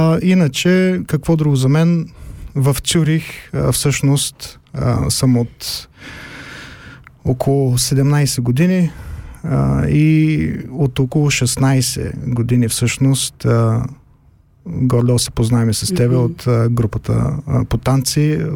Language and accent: Bulgarian; Burgas, Burgas Province, Bulgaria; moved away as an adult; also born or lived in Germany; Родом съм от Бургас. Завърших ПМГ, природо-математическа гимназия в Бургас. След гимназията отидах да уча в Германия.